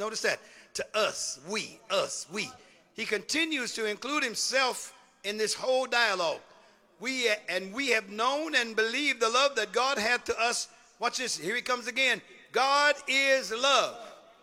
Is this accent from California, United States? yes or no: yes; Oakland, California, United States; I'm from West Oakland.